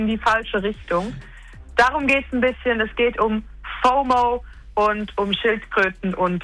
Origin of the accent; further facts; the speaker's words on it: Switzerland; moved away as an adult; now in Germany; Als Schweizerin bin ich nach Deutschland gezogen, im ersten Jahr, wo ich Geld verdient habe.